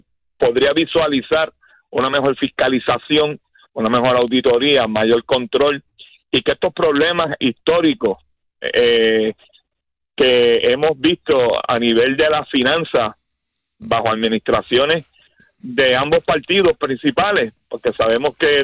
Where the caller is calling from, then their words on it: Puerto Rico; como puertorriqueño